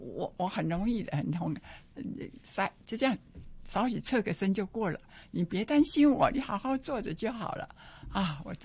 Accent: Taiwan; 所以无形当中，我真的感觉到我们台湾人真的实在是

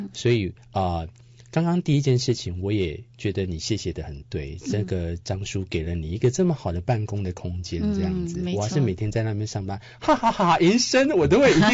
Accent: Taitung County, Taiwan; 因为我也是台东人，

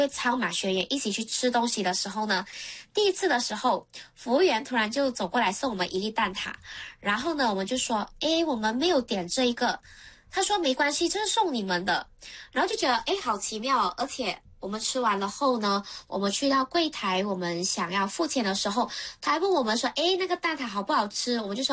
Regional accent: Malaysia; 我本身是马来西亚人啦，但是呢我是在新加坡上班

